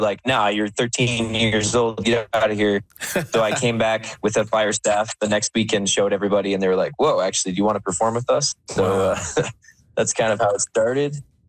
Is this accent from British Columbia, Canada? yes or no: no; Calgary, Alberta, Canada; I'm back here in my hometown in Calgary